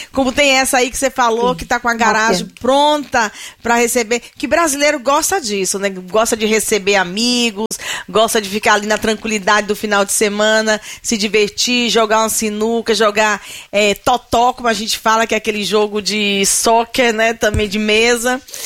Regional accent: Bahia, Brazil; moved away; eu sou baiana, criado na Bahia e radicada aqui

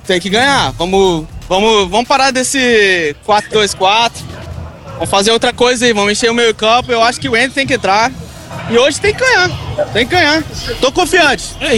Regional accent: Espírito Santo, Brazil; born there; Espírito Santo

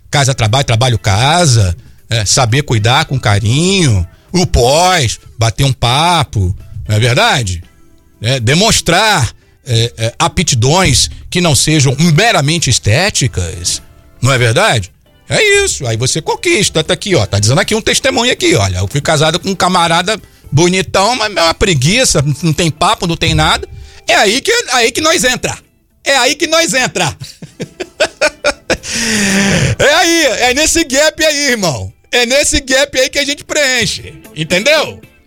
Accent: Cuiabá, Mato Grosso, Brazil; Ainda bem que eu sou cuiabano.

